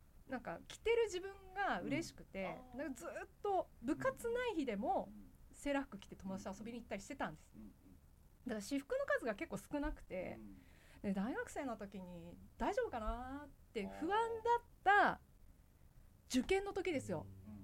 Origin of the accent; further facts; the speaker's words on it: Tottori, Japan; moved away as an adult; now in Tokyo, Japan; いや鳥取にないブランドがいっぱいあるから、